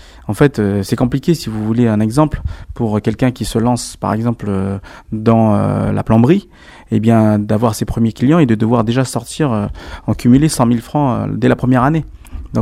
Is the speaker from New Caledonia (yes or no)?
yes; Nouméa, South Province, New Caledonia; dans les quartiers nord de Nouméa, là où j'ai grandi.